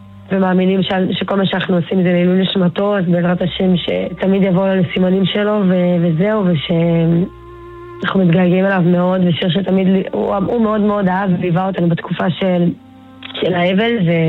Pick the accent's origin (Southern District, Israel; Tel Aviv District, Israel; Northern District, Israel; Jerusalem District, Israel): Northern District, Israel; אבא שלי היה חבר קיבוץ בית קשת, אז ככה אנחנו מהצפון כולנו, אנחנו עדיין גרים באחוזת ברק, וגם אבא שלי גר באחוזת ברק איתנו.